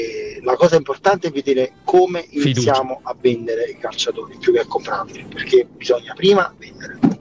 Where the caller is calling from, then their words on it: Naples, Campania, Italy; da Napoli.